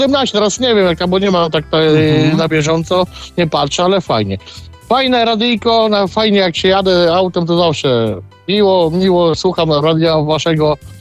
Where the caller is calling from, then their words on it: Toruń, Kuyavian-Pomeranian Voivodeship, Poland; bo my z Torunia zwońmy